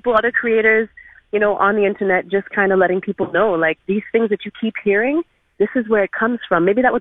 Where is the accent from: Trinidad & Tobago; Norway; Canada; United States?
Trinidad & Tobago